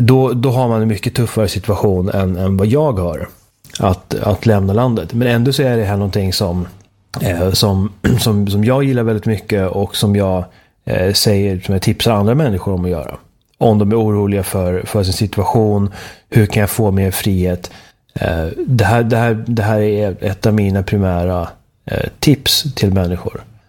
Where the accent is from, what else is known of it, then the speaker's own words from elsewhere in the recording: Sweden; jag ska inte säga att jag är likgiltig inför att jag kommer från Sverige.